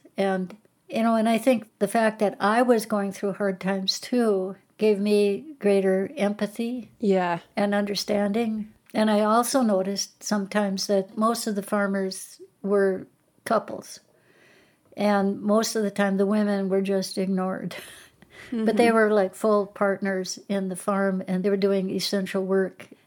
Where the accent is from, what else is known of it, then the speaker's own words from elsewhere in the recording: Garrison, North Dakota, United States; And my hometown was Garrison. It was right really nearby where I grew up. And I remember seeing the water come up as a kid.